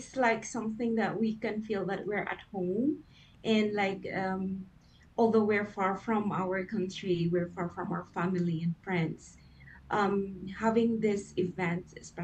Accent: Cebu, Central Visayas, Philippines; now in Colombia; I'm from Cebu.

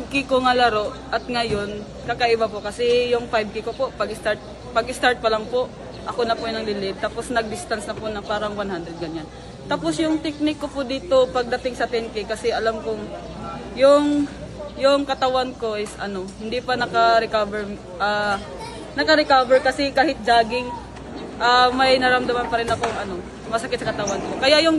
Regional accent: Esperanza, Caraga, Philippines; now in Cebu, Philippines; Agusan del Sur po. Tapos sa Cebu po ako nag-base ng training.

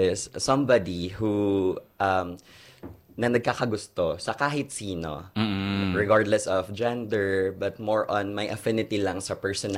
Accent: Cebu, Central Visayas, Philippines; especially like I'm from Cebu. So, flying here sa Luzon, staying sa Laguna, yun, and staying away from home.

